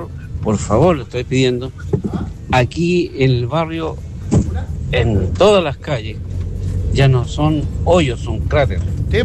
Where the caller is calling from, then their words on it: San Felipe, Valparaíso, Chile; acá en el barrio Miraflores